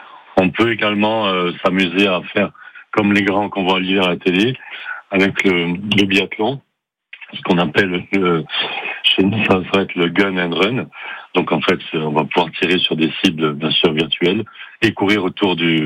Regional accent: France

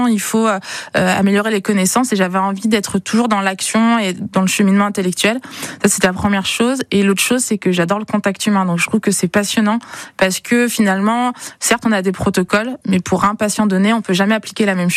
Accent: Limoges, Nouvelle-Aquitaine, France; also born or lived in Itabuna, Brazil; Je suis née au Brésil, dans une petite ville qui s'appelle Itabuna. Et donc, j'ai été adoptée à un mois avant d'arriver directement à Limoges.

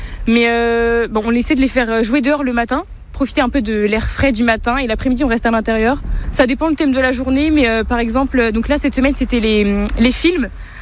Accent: Pays de la Loire, France; je viens de Martigny-sur-Mayenne.

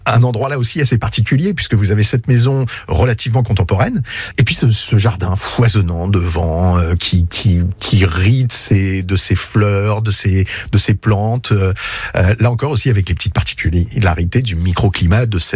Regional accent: Normandy, France; Alors évidemment, on est normand, on va prendre un bouquin de Maupassant ou un bouquin de Flaubert.

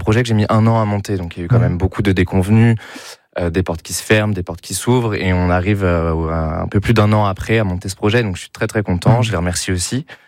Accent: Paris, Île-de-France, France; moved away as an adult; now in Le Fayet, France; Donc je suis parisien. J'ai travaillé très longtemps à Paris

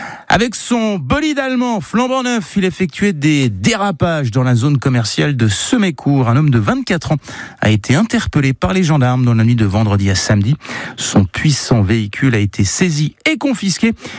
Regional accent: Grand Est, France; Chez nous, en Moselle, ce sont aujourd'hui les finales seniors de la Coupe

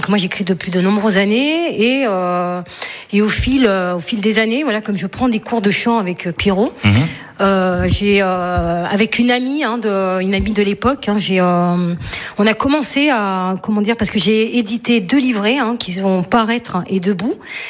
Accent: Limoges, Nouvelle-Aquitaine, France; born there; Je viens de Limoges. Je suis née à Limoges.

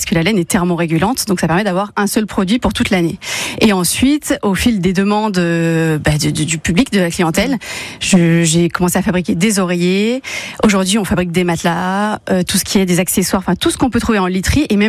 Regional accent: Saint-Étienne, Auvergne-Rhône-Alpes, France; also born or lived in Lyon / Paris; je suis un pur produit stéphanois, hein, je suis née à Saint-Étienne et je suis partie pour mes 17 ans, pour les études, donc de stylisme à Lyon et Paris

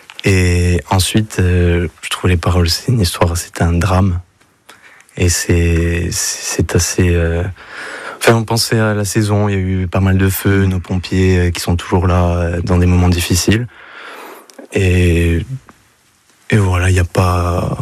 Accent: Bastia, Corsica, France; De Bastia, moi, du coup.

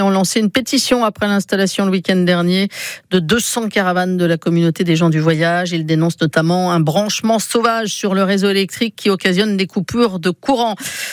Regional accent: Normandy, France; Moi, je suis normande.

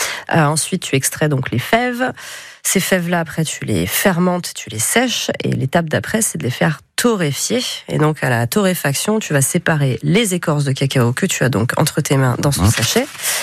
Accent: Bourgogne-Franche-Comté, France; now in Basque Country, France; Non, j'ai grandi plus vers le Jura.

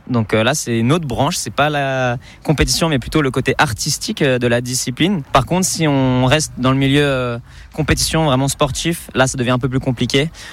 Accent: Brétigny-sur-Orge, Île-de-France, France; Je viens tout droit de l'Essonne, plus particulièrement à Brétigny.

